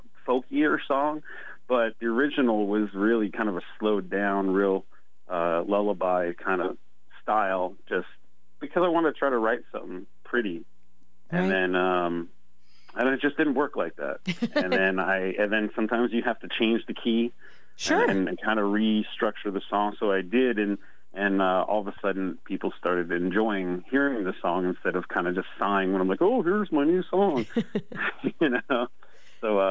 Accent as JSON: {"language": "English", "region": "New York", "country": "United States", "said": "As a New Yorker, it was... it was actually kind of a joke."}